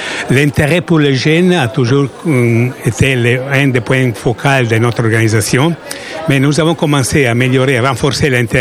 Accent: Milan, Lombardy, Italy; Je viens de Milan, en Italie.

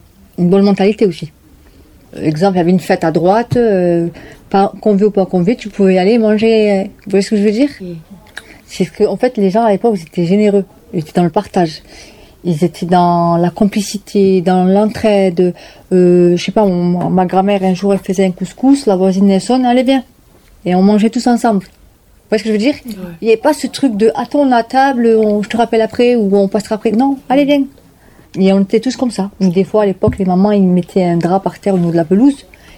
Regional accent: Toulouse, Occitanie, France; 35 ans. Maman, trois enfants. J'ai grandi à la Reinerie. Quand je suis née à la Reinerie, on va dire, plutôt.

